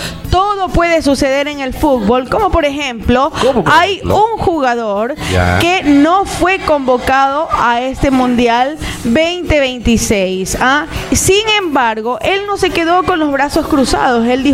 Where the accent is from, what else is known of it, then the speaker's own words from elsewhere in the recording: Ecuador; somos ecuatorianos todavía, o sea, seguimos siendo ecuatorianos.